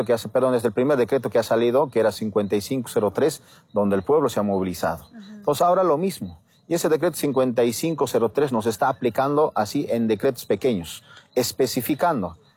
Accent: Bolivia; Somos el pueblo boliviano.

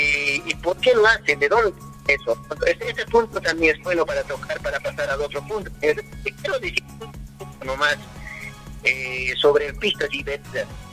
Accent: Challhuahuacho, Apurímac, Peru; Más a nuestro distrito de Chalhuahuacho

